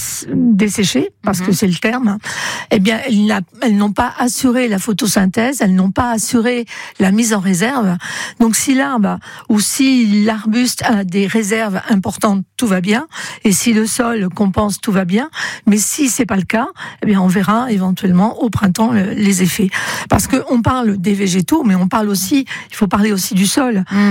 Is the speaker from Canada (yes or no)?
no; Centre-Val de Loire, France; chez nous en Touraine